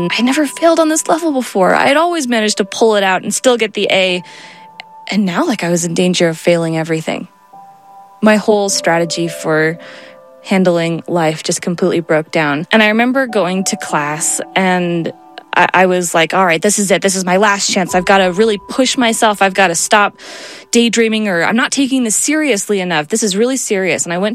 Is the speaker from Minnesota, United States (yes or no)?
yes; Minnesota, United States; I am from Minnesota. I'm 29.